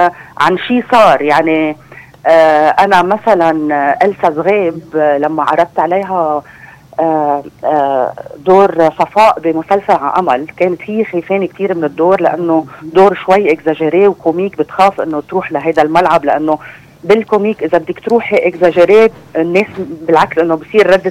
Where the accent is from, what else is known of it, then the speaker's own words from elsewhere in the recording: Lebanon; نحن كمواطنين لبنانية